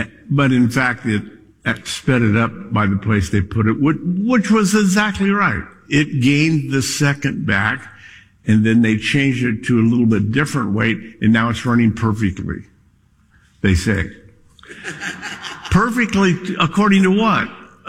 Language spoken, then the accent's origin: English; Scotland, United Kingdom; I'm Scottish. My dad taught me to save everything.